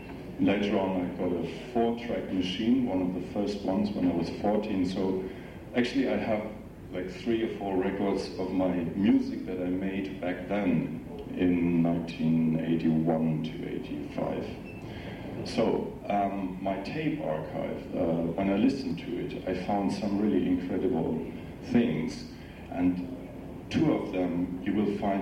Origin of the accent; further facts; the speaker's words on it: Hamburg, Germany; English is a second language; I come from Hamburg, all the way far away.